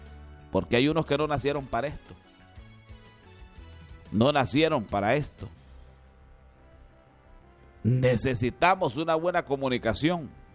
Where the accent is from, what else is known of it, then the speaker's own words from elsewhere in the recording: Honduras; nosotros como hondureños